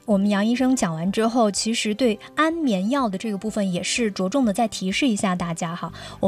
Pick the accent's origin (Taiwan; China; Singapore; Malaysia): China; 我们中国人呢很多朋友都有午睡的习惯哈